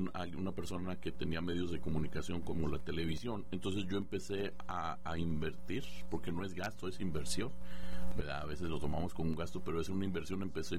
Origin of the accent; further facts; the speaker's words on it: Guadalajara, Jalisco, Mexico; Ah, pero sí, soy de Guadalajara.